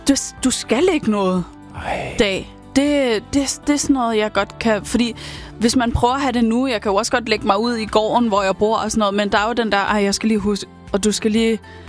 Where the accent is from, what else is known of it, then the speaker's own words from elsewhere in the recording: Hellerup, Capital Region of Denmark, Denmark; Vi er i mit barndomshjem i Hellerup.